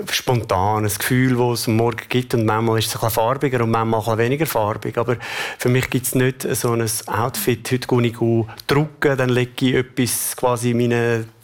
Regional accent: Glarus, Switzerland; Ich bin aufgewachsen hier im Glarnerland und wir sind mega viel snowboarden und das ist mein Bezug zu den Bergen.

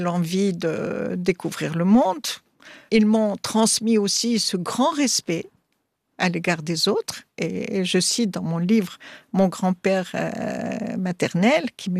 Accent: Tunisia; alors chez nous en Tunisie, surtout après ce qu'on appelle la révolution de 2011

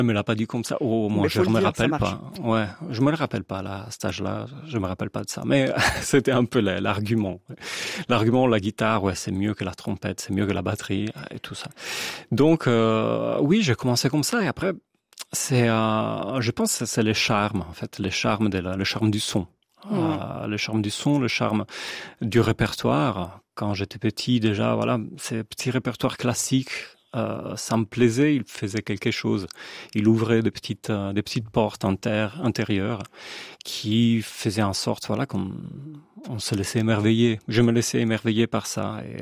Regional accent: Como, Lombardy, Italy; moved away as an adult; now in Switzerland; je suis italien. Je viens de Como. Ma ville natale est Como, où j'ai vécu jusqu'à mes 25 ans avant d'aménager ici en Suisse romande. Donc, la grande partie de mes études a été faite là-bas, à Como. J'ai fait l'université à Milano.

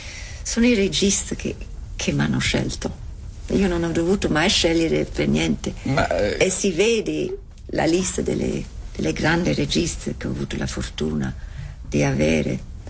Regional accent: England, United Kingdom; Italian is a second language; sono inglese, britannica, irlandese per essere.

